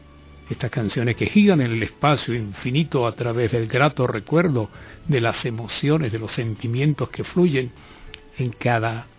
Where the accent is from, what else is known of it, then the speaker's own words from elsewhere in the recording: San Cristóbal, Táchira, Venezuela; moved away; allá, en mi pueblo, en el estado Táchira, San Cristóbal, y San Cristóbal, la topografía son calles bajando y calles subiendo, subidas y bajadas